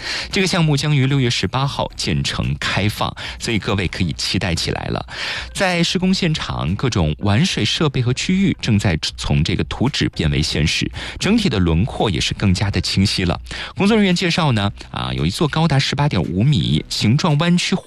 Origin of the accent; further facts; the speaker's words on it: Yangzhou, Jiangsu, China; now in Nanjing, China; 我们去到很近的城市扬州啊，也是我的家乡。